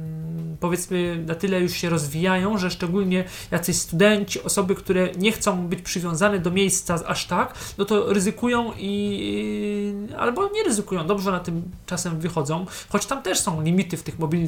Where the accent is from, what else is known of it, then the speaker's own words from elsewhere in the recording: Poznań, Greater Poland Voivodeship, Poland; akurat u nas w Poznaniu